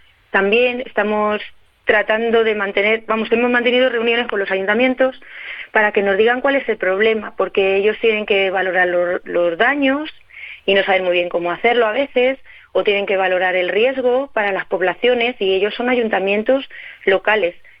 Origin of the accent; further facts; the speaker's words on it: Piedralaves, Castile and León, Spain; desde el Pozo de las Nieves en mi pueblo, en Piedralave